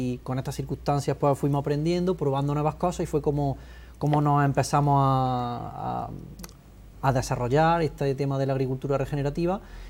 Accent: Arjona, Andalusia, Spain; yo soy de Arjona, mi formación es ingeniero agrónomo

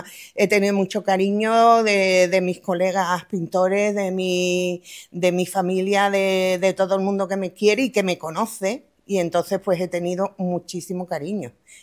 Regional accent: Madrid, Community of Madrid, Spain; born there; Sí, no, yo es que nací en Madrid, entonces esto es como un recuerdo de mi infancia

